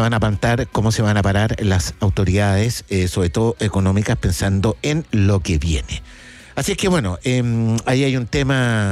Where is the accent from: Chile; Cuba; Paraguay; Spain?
Chile; ¿Somos racistas los chilenos, no?